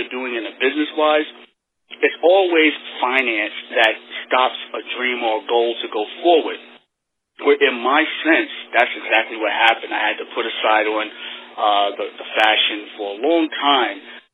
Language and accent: English; New York, United States; also born or lived in Florida; Well, I'm from New York, and right now I live in, I'm still in New York currently, Long Island and Coppay. I was moving back and forth. Actually, I started everything out in Florida. I used to live in Florida